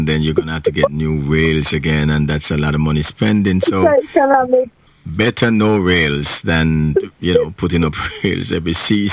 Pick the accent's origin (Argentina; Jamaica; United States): Jamaica